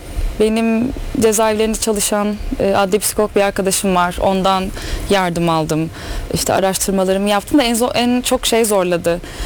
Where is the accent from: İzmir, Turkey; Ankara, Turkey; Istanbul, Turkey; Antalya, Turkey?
Antalya, Turkey; also born or lived in Sivas; Her sonra kırkım çıktıktan sonra tekrar Antalya'ya geri dönüyoruz.